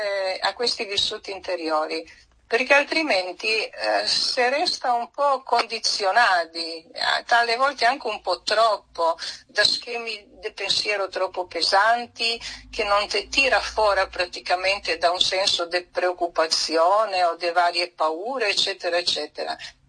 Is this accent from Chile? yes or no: no; Vodnjan, Istria County, Croatia; crescendo a Dignano con questa visibilità del dignanese che era ancora presente nella generazione dei miei nonni